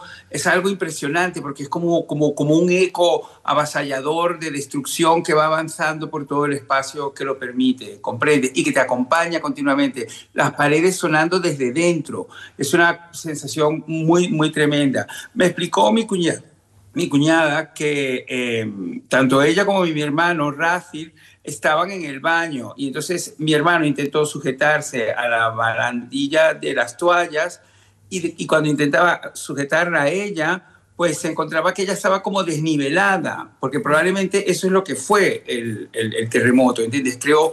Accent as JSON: {"language": "Spanish", "town": "Caracas", "region": "Capital District", "country": "Venezuela", "tie": "born or raised there", "moved": "yes"}